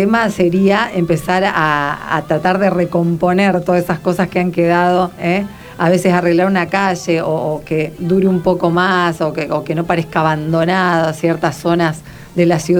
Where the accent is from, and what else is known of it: Santa Fe, Argentina